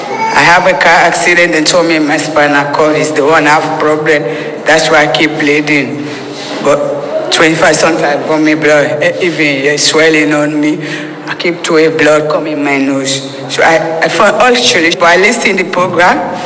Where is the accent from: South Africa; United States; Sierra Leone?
Sierra Leone; Sierra Leone.